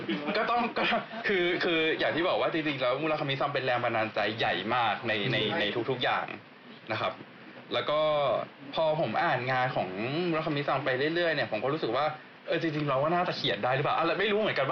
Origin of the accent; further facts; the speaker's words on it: Bangkok, Thailand; moved away as an adult; now in Japan; ตอนอยู่ไทยผมอยู่กรุงเทพเนาะผมเป็นคนกรุงเทพ